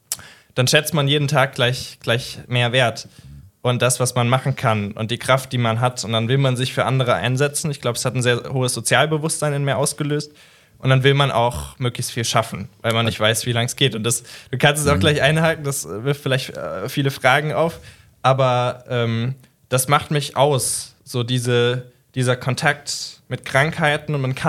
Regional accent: Idstein, Hesse, Germany; sondern ich komme aus Idstein. Rheingau ist, wie gesagt, das Internat. Ne? Ich bin gebürtig und geboren und mit Seele Idsteiner.

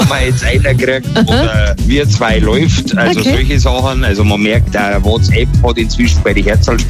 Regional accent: Bavaria, Germany; ich darf auf die schönsten Feste, die es bei uns in Bayern gibt, hinfahren.

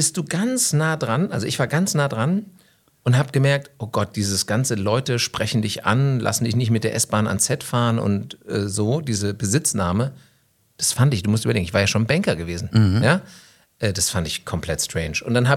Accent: Hesse, Germany; accent: Hessian; ich babbel hessisch

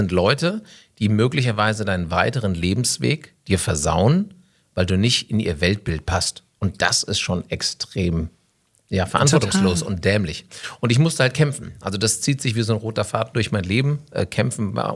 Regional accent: Hesse, Germany; also born or lived in Hanau / Bad Homburg / Bad Vilbel / Frankfurt; Ich bin in Hanau geboren, aber wirklich auch nur geboren und aufgewachsen in Bad Homburg und Bad Vilbel. Mhm. Zwischenzeitlich habe ich auch mal in Frankfurt gelebt, in Sachsenhausen. Aber ich bin wieder rausgezogen jetzt mit der Familie nach Bad Vilbel

